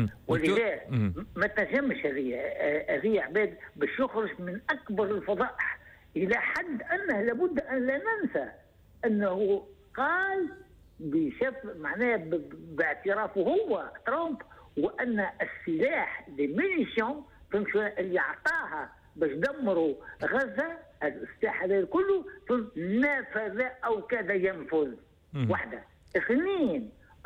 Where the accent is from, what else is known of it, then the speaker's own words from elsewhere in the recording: Tunisia; الشيء اللي يحزنني كتونسي كعربي كمسلم أن أخواننا في الخليج كأنهم لم يتعظوا